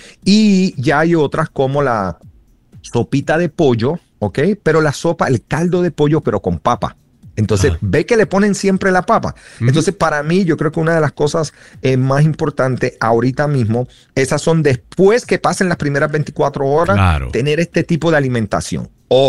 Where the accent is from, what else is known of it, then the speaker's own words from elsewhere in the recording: Dominican Republic; nosotros somos dominicanos